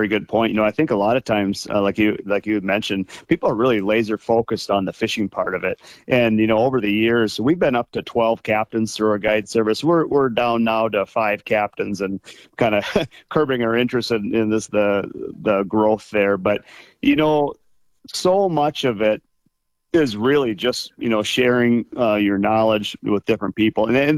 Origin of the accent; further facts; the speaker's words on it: Rochester, United States; moved away as an adult; now in Rainy Lake, United States; I was from Rochester again.